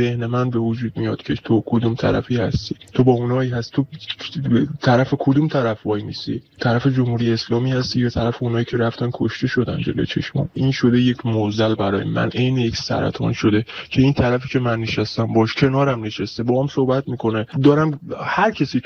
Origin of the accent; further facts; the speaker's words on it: Iran; من که یک جوان ایرانی هستم و تقریبا 30 سالم هستش